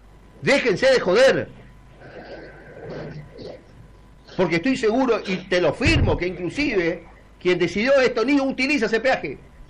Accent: Argentina; somos argentinos

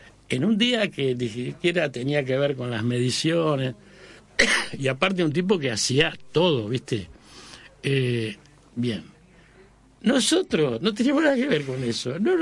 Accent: Buenos Aires, Argentina; Yo soy nací en Villa Crespo, me crié toda la vida en Villa Crespo

